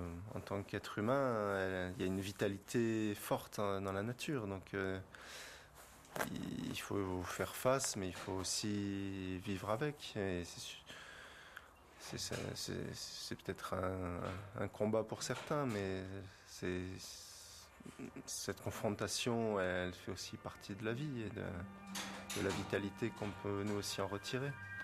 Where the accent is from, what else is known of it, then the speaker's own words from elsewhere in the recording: Provence-Alpes-Côte d'Azur, France; moi la nature, j'ai grandi dans la forêt sans aucun voisin. Donc, je suis originaire de la Provence.